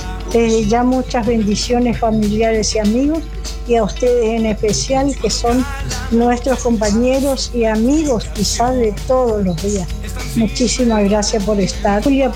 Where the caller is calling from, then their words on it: Corrientes, Argentina; los correntinos somos muy solidarios y eso me enorgullezco de ser correntina